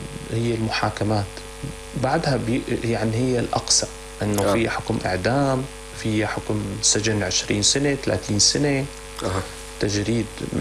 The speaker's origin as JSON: {"language": "Arabic", "country": "Syria", "said": "عندنا بسوريا"}